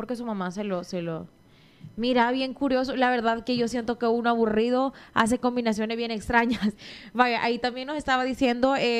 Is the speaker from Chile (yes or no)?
no; El Salvador; los salvadoreños hacemos combinaciones bien raras.